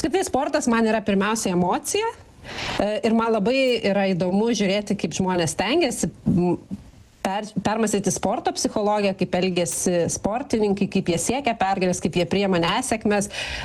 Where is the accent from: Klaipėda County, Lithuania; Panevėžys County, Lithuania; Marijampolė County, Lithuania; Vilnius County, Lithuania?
Vilnius County, Lithuania; Vilnius; aš esu Vilnietė